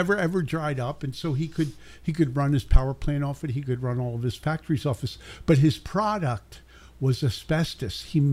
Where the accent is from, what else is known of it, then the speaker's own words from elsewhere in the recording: Ambler, Pennsylvania, United States; I grew up in Ambler, Pennsylvania, where most of the town was built by Italian immigrants.